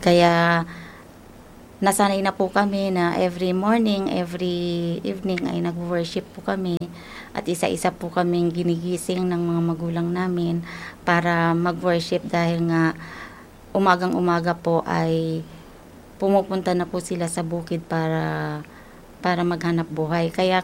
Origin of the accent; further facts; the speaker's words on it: Iloilo, Western Visayas, Philippines; moved away as an adult; May asawa po at tubong Iloilo po ako.